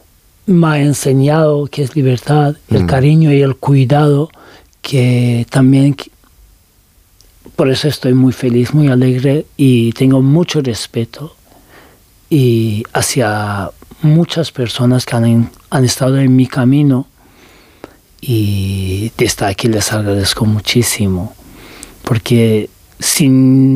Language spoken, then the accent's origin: Spanish; Turkey; Spanish is a second language; now in Spain; soy turco y podía pasar más fácil que otros muchos, pero de igual forma molestaban mucho y querían deportarme a Irán.